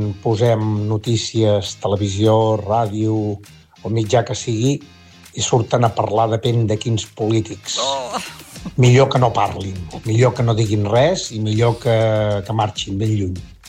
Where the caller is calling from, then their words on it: Palafrugell, Catalonia, Spain; de Palafrugell.